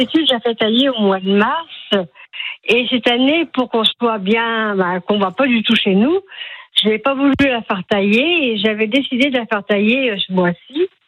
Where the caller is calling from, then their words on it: Saint-Germain-des-Prés, Centre-Val de Loire, France; De Saint-Germain-des-Prés.